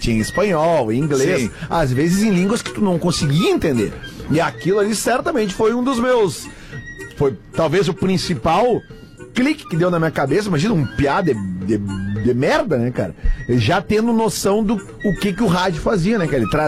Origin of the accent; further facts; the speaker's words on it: Porto Alegre, Rio Grande do Sul, Brazil; eu morava na Avenida Farrapos, que é uma avenida próxima ao rio aqui em Porto Alegre, onde eu nasci, no 7º andar